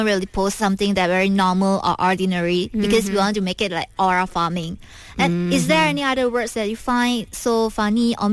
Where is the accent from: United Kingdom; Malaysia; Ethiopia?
Malaysia; English is a second language; I think as a Malaysian, the abbreviation will be quite hard for us to decode because it can be a Malay and it can be an English abbreviation.